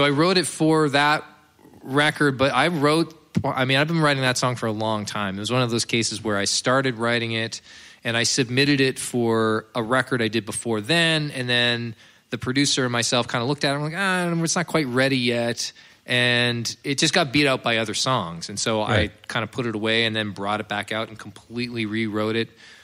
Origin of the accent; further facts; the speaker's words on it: Halifax, Nova Scotia, Canada; also born or lived in Prince Edward Island / Yukon / Toronto; now in Dartmouth, Canada; Well, I'm from Halifax, actually.